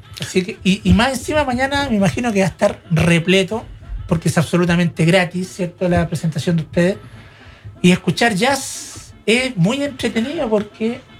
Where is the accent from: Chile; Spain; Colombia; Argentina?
Chile; Santiago, Santiago Metropolitan Region; yo soy santiaguino.